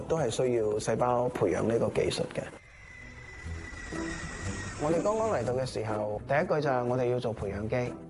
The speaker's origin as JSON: {"language": "Cantonese", "country": "Hong Kong", "moved": "as an adult", "lives_now": "Zhongshan, China", "said": "我來自香港，"}